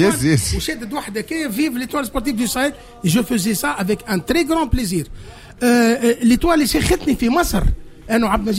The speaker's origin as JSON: {"language": "Arabic", "country": "Tunisia", "said": "أنا النجم الرياضي الساحلي كتونسي كإنسان عاشق للرياضة لكرة القدم التونسية"}